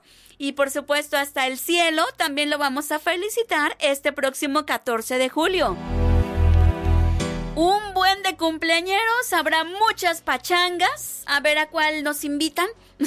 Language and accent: Spanish; Mexico; ¡Todos somos mexicanos, orgullosos de, pues, de este hermoso territorio